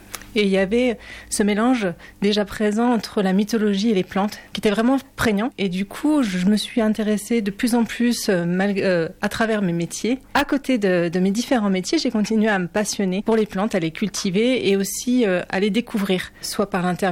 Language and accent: French; Pays de la Loire, France; moved away as an adult; now in Hautes-Pyrénées, France; moi je suis originaire du Maine-et-Loire